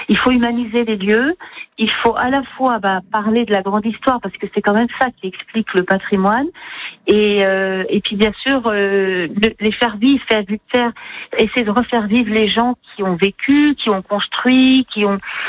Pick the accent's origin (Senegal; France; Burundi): France; Dole, Bourgogne-Franche-Comté; moi je suis doloise, je suis née à Dole, j'ai grandi à Dole